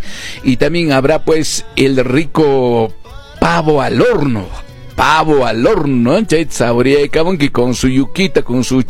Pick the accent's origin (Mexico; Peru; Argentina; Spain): Peru